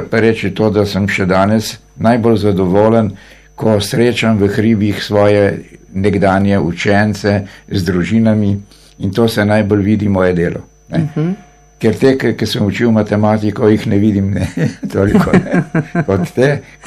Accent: Mirna Peč, Southeast Slovenia, Slovenia; moved away; also born or lived in Kropa / Novo mesto; moje otroštvo je bilo v Mirni peči

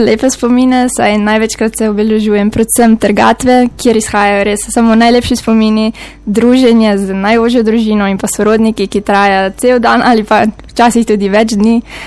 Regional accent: Metlika, Southeast Slovenia, Slovenia; moved away as an adult; now in Germany; je 22-letna metličanka, prihajam torej iz Metlike, Bele krajine

